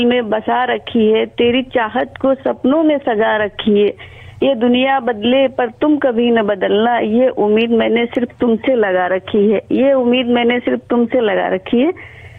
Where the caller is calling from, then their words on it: Uttar Pradesh, India; मेरे यहाँ से, मेरे गांव से कानपुर की ज्यादा दूरी नहीं है, 55 किलोमीटर की दूरी है।